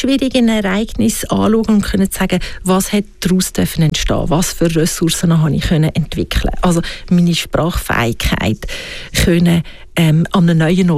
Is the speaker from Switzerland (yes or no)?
yes; Switzerland